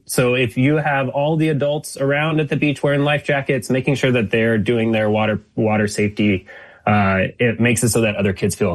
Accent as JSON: {"language": "English", "town": "Federal Way", "region": "Washington", "country": "United States", "tie": "born or raised there", "said": "I grew up in Federal Way, and I just absolutely love the community of the south end of Seattle."}